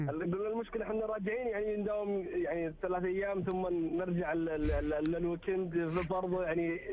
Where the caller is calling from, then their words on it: Riyadh, Riyadh Province, Saudi Arabia; من الرياض.